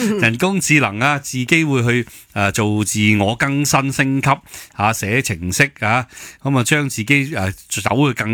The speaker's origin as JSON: {"language": "Cantonese", "country": "Hong Kong", "said": "我香港人聽到好驚嚇"}